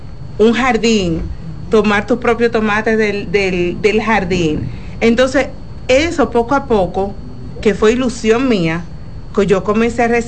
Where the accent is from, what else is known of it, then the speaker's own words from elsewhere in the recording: Dominican Republic; moved away as an adult; also born or lived in Pennsylvania, United States; yo soy dominicana y emigré a los Estados Unidos cuando tenía 25 años. Es decir, que viví gran parte de mi vida aquí con la calidez dominicana, la alegría dominicana, ya lo sabes. Entonces llego a los Estados Unidos, a una ciudad pequeña en Pensilvania